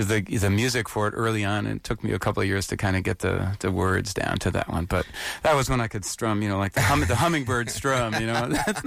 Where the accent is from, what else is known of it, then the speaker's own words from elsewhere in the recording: Connecticut, United States; Connecticut.